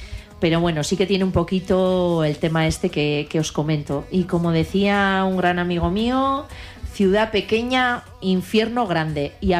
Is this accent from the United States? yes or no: no; Pamplona, Navarre, Spain; como personas que vivimos en Pamplona, que somos de Pamplona.